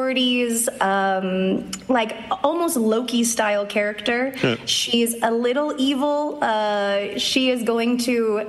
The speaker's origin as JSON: {"language": "English", "country": "Canada", "said": "So, and I'm Canadian, so it's even worse."}